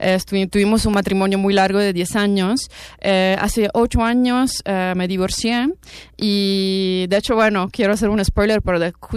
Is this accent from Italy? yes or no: yes; Sicily, Italy; Spanish is a second language; moved away as an adult; now in Mexico; Vengo de Italia, del sur de Italia, Sicilia. Sí, soy isleña. Vivo aquí desde hace 18 años. ¿Y por qué México?